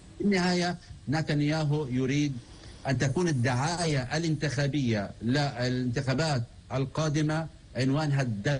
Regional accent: Palestine; وكل هذه المصطلحات التي تؤكد لنا كفلسطينيين أننا أمام احتلال أصبح في عقله التوراتي الديني.

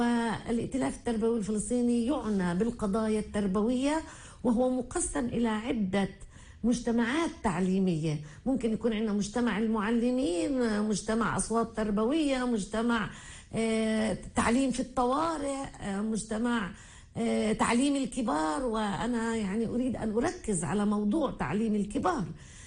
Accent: Palestine; رؤيتنا كفلسطينيين لهويتنا الفلسطينية

